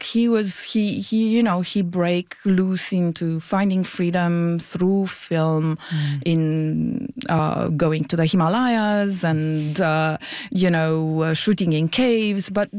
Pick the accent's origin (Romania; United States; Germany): Romania; I have to say that I grew up in Romania in the time of the Ceausescu dictatorship. The Berlin Wall was still standing.